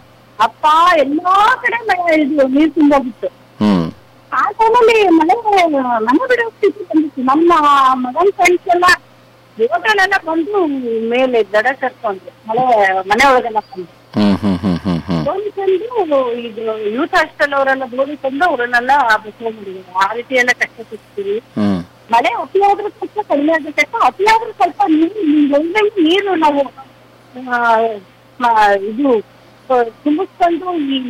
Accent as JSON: {"language": "Kannada", "town": "Thirthahalli", "region": "Karnataka", "country": "India", "tie": "born or raised there", "said": "ಅದೇ ನಮ್ ತೀರ್ಥಳ್ಳಿ, ನಾನು ಮಳೆನೇ ಹುಟ್ಟಿದ ಹುಡುಗಿ, ಹಂಗಾಗಿ ನಮ್ಮ ಮನೇಲೆಲ್ಲ ತುಂಬಾ ಮಳೆಗಾಲನೇ ಜಾಸ್ತಿ ತೀರ್ಥಳ್ಳಿ."}